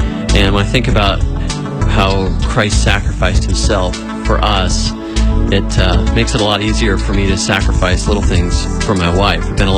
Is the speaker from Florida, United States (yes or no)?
yes; Fort Lauderdale, Florida, United States; from Fort Lauderdale, Florida.